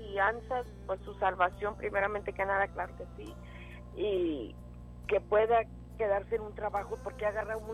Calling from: Raymondville, Texas, United States; De Raymondville.

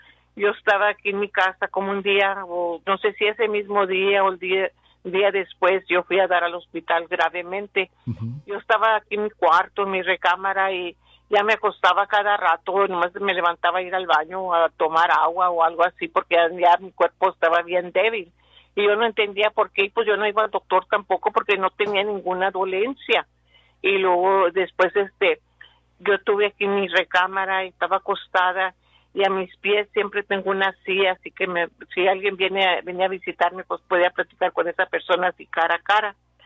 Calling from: Weslaco, Texas, United States; De Huéslaco

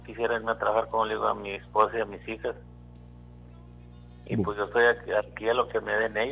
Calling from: Brownsville, Texas, United States; De aquí, de Brosville

